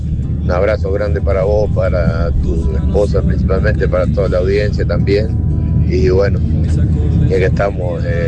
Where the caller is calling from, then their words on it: Fray Bentos, Río Negro, Uruguay; de Fray Bento.